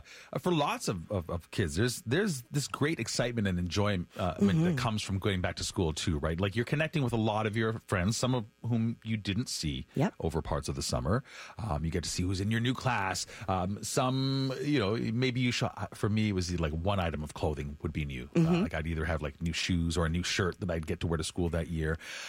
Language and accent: English; Winnipeg, Manitoba, Canada; I grew up in Winnipeg. I mean, a city where you could ride your bike across the whole city.